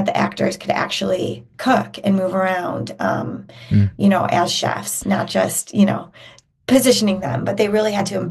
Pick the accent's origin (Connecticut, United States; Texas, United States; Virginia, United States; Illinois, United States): Illinois, United States; Chicago; I grew up in Chicago.